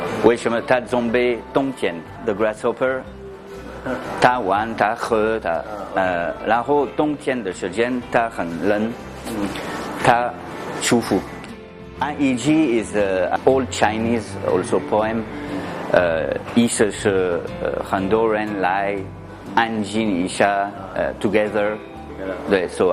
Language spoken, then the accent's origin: Chinese; France; Chinese is a second language; moved away as an adult; now in Shanghai, China; 比如说我是法国人